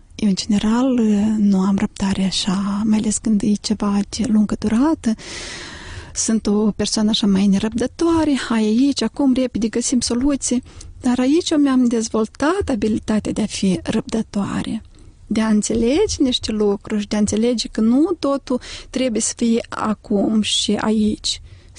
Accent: Moldova; Noi am participat în acest proiect 7 femei din Republica Moldova

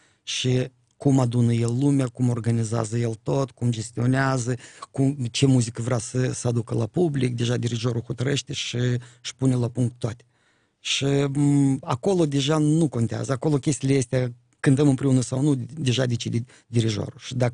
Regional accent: Moldova

